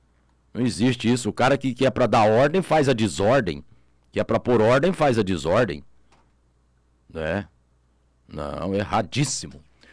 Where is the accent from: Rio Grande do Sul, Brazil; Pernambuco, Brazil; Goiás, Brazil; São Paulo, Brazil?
Goiás, Brazil; Joviânia; born there; Joviânia, minha terra. Eu sou um cidadão jovianiense, viu?